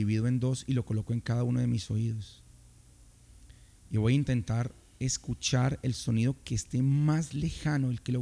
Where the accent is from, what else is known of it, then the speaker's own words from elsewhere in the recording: Cali, Valle del Cauca, Colombia; los caleños somos de un corazón enorme